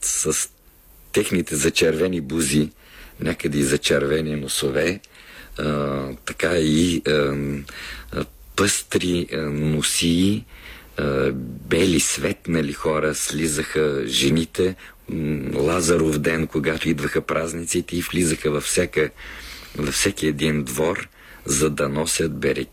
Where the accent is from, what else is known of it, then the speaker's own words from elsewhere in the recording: Sofia, Sofia City, Bulgaria; Казвам сближи, защото аз съм софиянец, а те са кумшиите ми от детството.